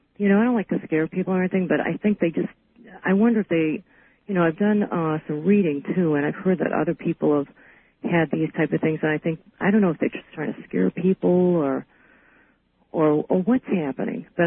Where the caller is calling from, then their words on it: New York, United States; Hi, I'm calling from New York.